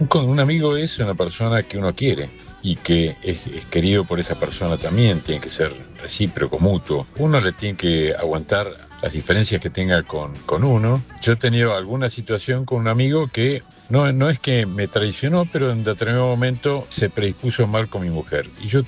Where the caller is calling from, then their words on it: Olivos, Buenos Aires Province, Argentina; de Olivos